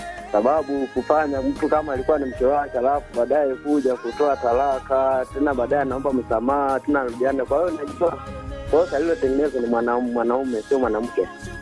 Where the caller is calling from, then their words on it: Lungemba, Tanzania; kutoka Lungemba hapa.